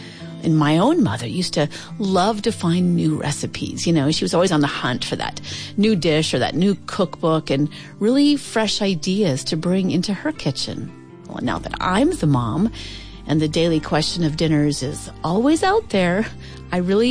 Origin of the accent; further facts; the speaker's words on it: Midwest, United States; moved away; growing up in the Midwest